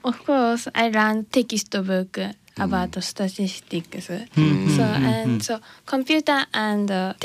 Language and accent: English; Niigata, Japan; English is a second language; my hometown is Niigata City.